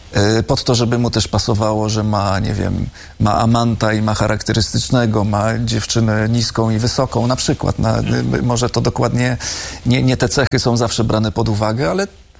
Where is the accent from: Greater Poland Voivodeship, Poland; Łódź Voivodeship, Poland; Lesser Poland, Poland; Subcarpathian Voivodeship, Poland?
Łódź Voivodeship, Poland; Łódź; wychowałem się w drewnianym domu na Bałutach.